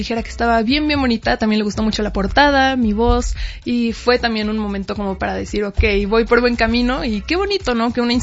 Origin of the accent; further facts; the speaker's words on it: Mexico; tengo 21 años, soy una cantautora mexicana